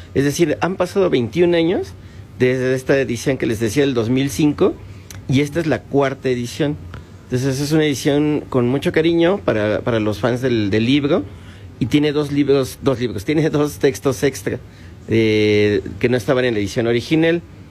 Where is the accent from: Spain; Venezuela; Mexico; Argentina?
Mexico; Soy el autor mexicano con más libros sobre el tema de vampiros publicados.